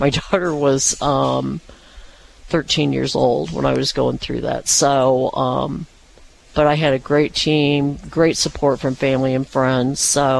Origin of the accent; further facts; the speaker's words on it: Peoria, Illinois, United States; also born or lived in California / St. Louis; now in Springfield, United States; eventually I moved back to Central Illinois. I'm from Peoria.